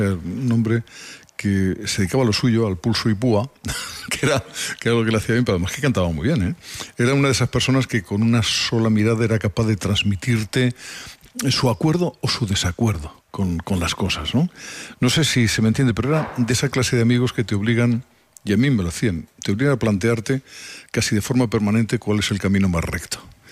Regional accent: Albacete, Castilla-La Mancha, Spain; moved away as an adult; now in Madrid, Spain; Yo vengo de Albacete a estudiar periodismo

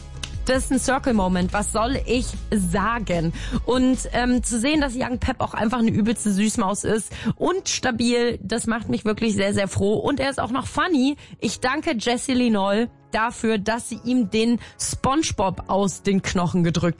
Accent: Leipzig, Saxony, Germany; Also, ich komme ja aus Leipzig.

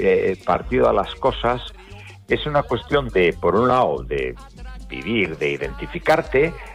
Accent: Tui, Galicia, Spain; moved away as an adult; now in Madrid, Spain; he vivido más tiempo en Madrid prácticamente que en Tui.

